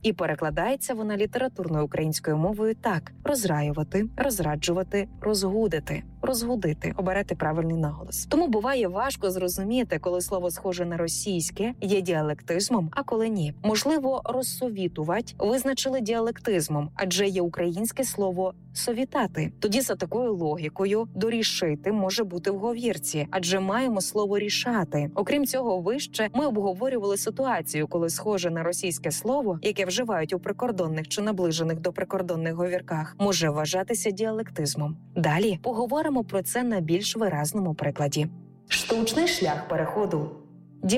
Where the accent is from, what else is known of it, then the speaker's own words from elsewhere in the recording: Knyazha, Cherkasy Oblast, Ukraine; мого рідного села Княжа на Черкащині